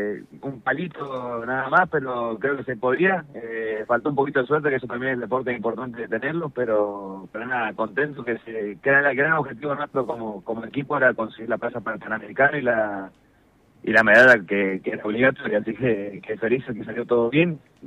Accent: Mendoza, Argentina; now in Buenos Aires, Argentina; yo de chiquito, bueno, estaba en Mendoza, después tuve que tomar la decisión de irme a Buenos Aires a radicarme para poder estar un poco en el alto nivel. Sí, nosotros de Mendoza siempre

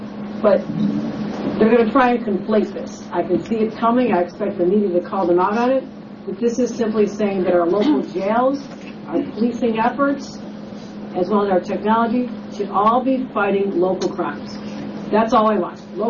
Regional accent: New York, United States; I, as a New Yorker, New York governor, with the legislature, provide for law enforcement

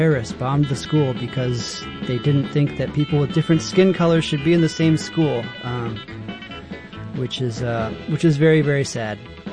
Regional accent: Lawrence, Kansas, United States; because I am from Lawrence, Kansas

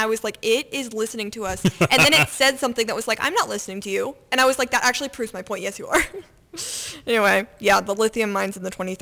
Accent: Illinois, United States; Illinois. Like, I am not Southern. You are just Northern.

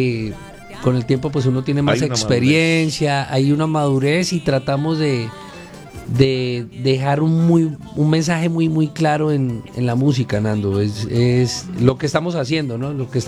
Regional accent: Pamplona, Norte de Santander, Colombia; born there; also born or lived in United States; now in Cúcuta, Colombia; o sea, eso es un apodo que me puso un tío en Pamplona, que sí. Es mi ciudad natal.

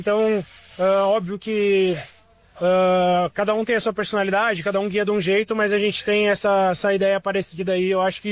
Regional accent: Santa Cruz do Sul, Rio Grande do Sul, Brazil; Eu nasci em Santa Cruz e cresci lá

